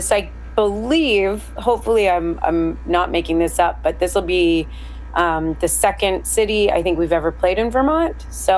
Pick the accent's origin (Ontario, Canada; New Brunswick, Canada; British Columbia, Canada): Ontario, Canada; we've all spent the majority of our lives in Toronto. I was born and raised kind of on the outskirts of there in a few cities outside the big city.